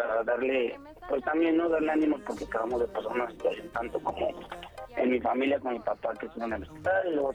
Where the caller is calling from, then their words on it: Mexico City, Mexico; Aquí en la alcaldía Gustavo Madero